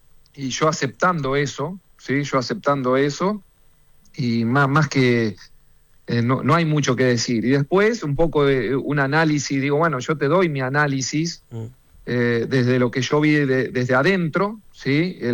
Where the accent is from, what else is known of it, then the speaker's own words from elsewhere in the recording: Argentina; moved away as an adult; also born or lived in Chile / Fortaleza, Brazil; yo soy argentino